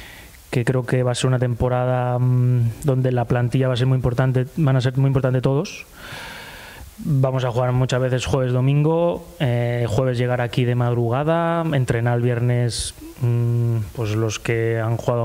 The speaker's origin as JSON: {"language": "Spanish", "town": "Valencia", "region": "Valencian Community", "country": "Spain", "moved": "yes", "said": "Al final yo soy valenciano"}